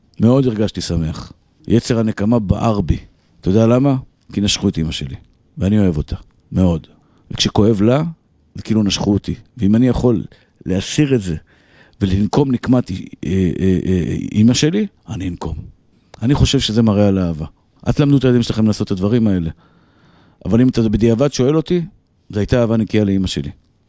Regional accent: Tel Aviv, Tel Aviv District, Israel; כשהייתי ילד גרתי בשכונת התקווה, והיו שם אנשים טובים, צדיקים, מתוקים, אהובים, וגם כאלה לא כל כך טובים.

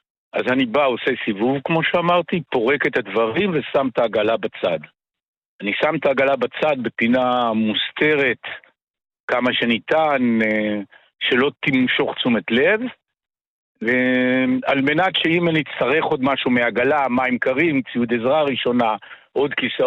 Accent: Jordan Valley, Northern District, Israel; also born or lived in Ashdod; אני יליד עמק הירדן, נולדתי באשדוד וגר בכנרת.

